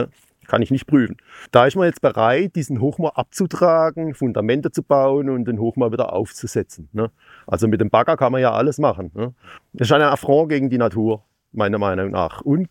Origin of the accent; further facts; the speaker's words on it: Ottenhöfen, Baden-Württemberg, Germany; ich bin aus Ottenhöfen, ich bin gelernter Landwirt und Maschinenbauer